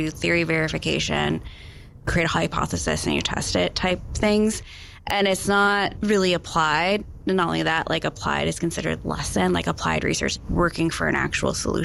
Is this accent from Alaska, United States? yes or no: yes; Fairbanks, Alaska, United States; also born or lived in Anchorage; So I grew up in Fairbanks and in Anchorage, and I'm a Nupiat. My family originally comes from King Island.